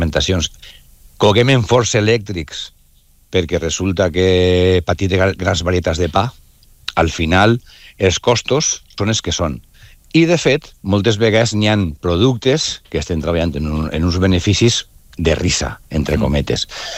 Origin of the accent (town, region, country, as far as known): Valencia, Valencian Community, Spain